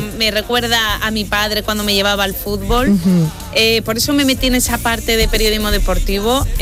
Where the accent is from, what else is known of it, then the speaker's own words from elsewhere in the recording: Seville, Andalusia, Spain; Somos sevillanos y sobre todo hay que apostar por los andaluces y por Sevilla